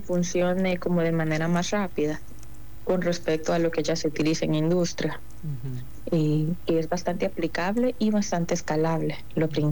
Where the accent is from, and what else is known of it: El Salvador; moved away as an adult; now in Argentina